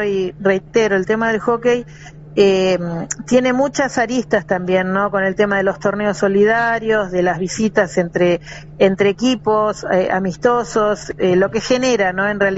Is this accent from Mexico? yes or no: no; Argentina; moved away; Yo soy argentina, me inculcaron de tal manera en Buenos Aires